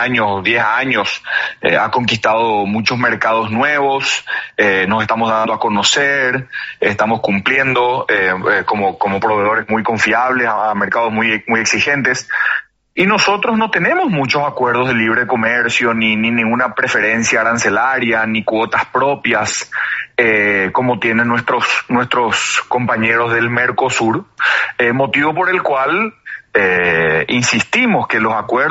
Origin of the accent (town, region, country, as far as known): Paraguay